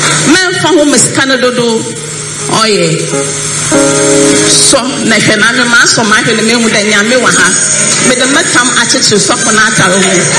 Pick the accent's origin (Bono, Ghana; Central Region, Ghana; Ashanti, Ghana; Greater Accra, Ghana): Greater Accra, Ghana; Ashaiman; … in the business, and I'm from Ashaman, Asiyana Meson.